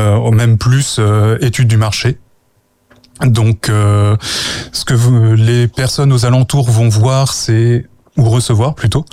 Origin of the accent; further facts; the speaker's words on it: Arnage, Pays de la Loire, France; Je faisais du sport du côté d'Alonne, puisque je suis originaire d'Arnage